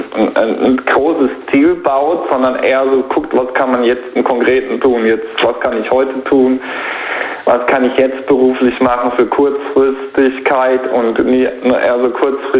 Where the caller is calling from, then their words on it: Baden-Württemberg, Germany; Ich komme aus dem Heidelberger Raum.